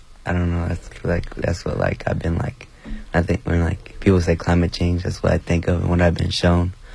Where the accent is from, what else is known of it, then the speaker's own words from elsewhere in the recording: Carbondale, Illinois, United States; I'm from Carbondale, Illinois.